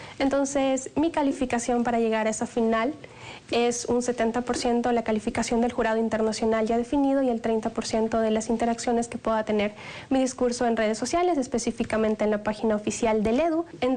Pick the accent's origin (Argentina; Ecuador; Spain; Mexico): Ecuador; apoyar a una ecuatoriana.